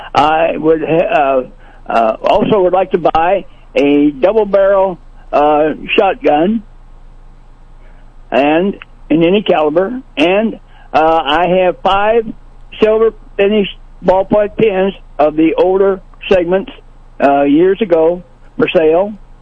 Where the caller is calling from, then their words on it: Marshall, Missouri, United States; Yes, sir. I'm calling from Marshall